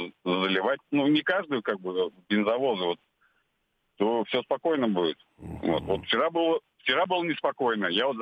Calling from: Nizhny Novgorod, Nizhny Novgorod Oblast, Russia; я из Нижнего Новгорода вам звоню.

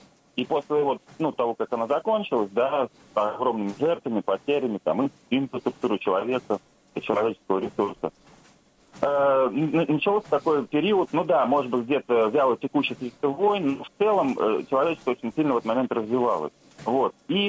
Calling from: Voronezh, Voronezh Oblast, Russia; я из Воронежа

